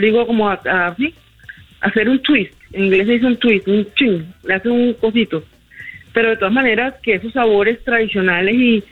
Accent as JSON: {"language": "Spanish", "region": "Caribbean coast", "country": "Colombia", "said": "como costeña, cocinera costeña"}